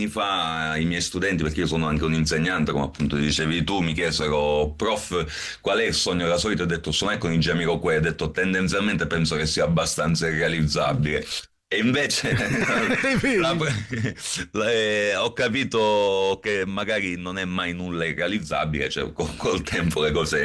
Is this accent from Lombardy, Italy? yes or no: no; Sicily, Italy; è legato alla mia terra, si evince questo concetto di sicilianità